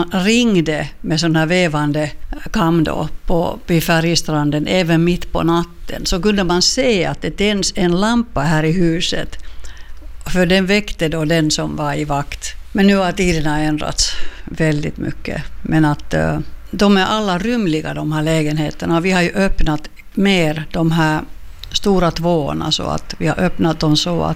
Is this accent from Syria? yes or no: no; Finland; also born or lived in Stockholm, Sweden; now in Korpo, Finland; jag blev trött att bo i Sverige helt enkelt. Att jag alltid var den här finländaren. Och jag flyttade då till Finland